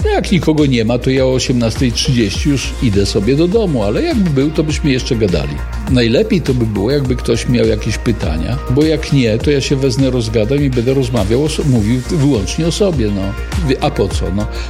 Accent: Biała Podlaska, Lublin Voivodeship, Poland; znalazł, że my z Białej Podlaskiej, ze mną się skontaktował, że będzie w Białej i chciałby się spotkać z krótkofalowcami.

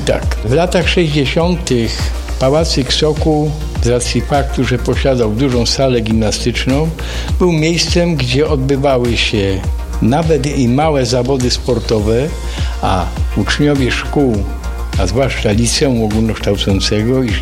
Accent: Skawina, Lesser Poland, Poland; jestem mieszkańcem rodobitym z Kabiny

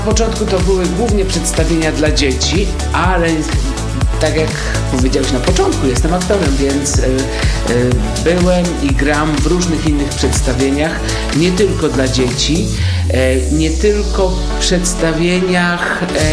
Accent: Rzeszów, Subcarpathian Voivodeship, Poland; w moim liceum w Rzeszowie, bo pochodzę z Rzeszowa

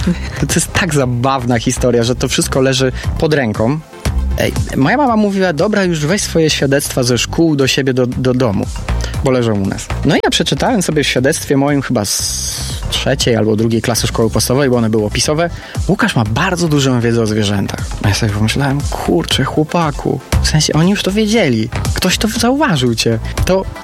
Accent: Połczyn-Zdrój, West Pomeranian Voivodeship, Poland; now in Poznań, Poland; Ja mieszkam w Poznaniu, ale pochodzę z Połczyna Zdroju

